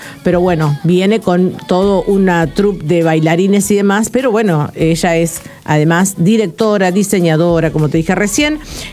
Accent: Santa Fe, Argentina; nos enorgullece como santafesinos.

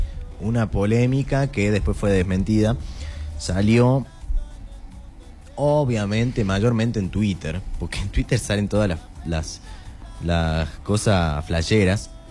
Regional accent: Argentina; siendo argentino

